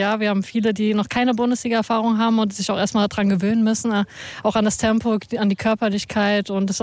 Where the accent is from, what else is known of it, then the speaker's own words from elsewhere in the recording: Mainz, Rhineland-Palatinate, Germany; meine Geburtsstadt, meine Heimat.